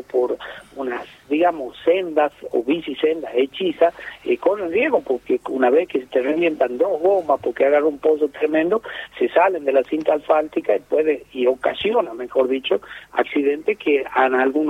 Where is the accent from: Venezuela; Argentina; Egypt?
Argentina; Metán, Salta; como vecino nacido y criado en Metam